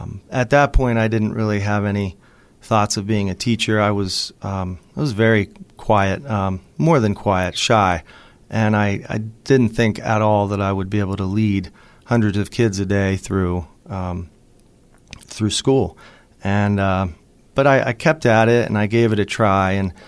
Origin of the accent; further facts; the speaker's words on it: Mount Lebanon, Pennsylvania, United States; I grew up in Pittsburgh, more specifically Mount Lebanon, and still live there. Taught there for 24 years.